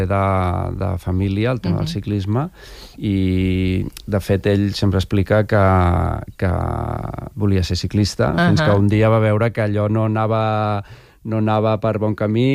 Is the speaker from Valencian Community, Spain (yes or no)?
no; Llívia, Catalonia, Spain; Jo vinc de Llívia, sí. Bueno, em queda unes dues horetes amb cotxe.